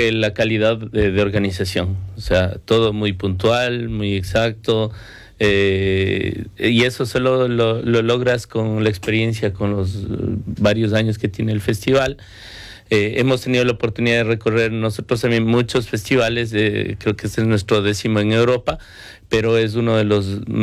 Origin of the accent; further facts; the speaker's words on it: Ecuador; Nosotros como ecuatorianos nos sentimos felices de haber venido a Orense por primera vez.